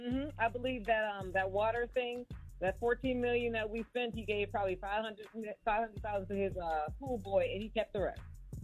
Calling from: Milwaukee, Wisconsin, United States; I'm calling from Mary. Next door, Milwaukee.

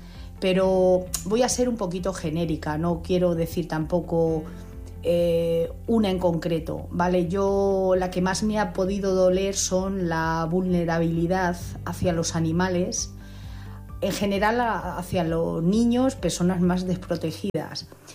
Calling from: Madrid, Community of Madrid, Spain; de Madrid.

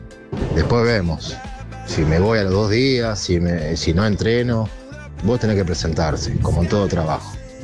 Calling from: Gonnet, Buenos Aires Province, Argentina; aquí de Gonet.

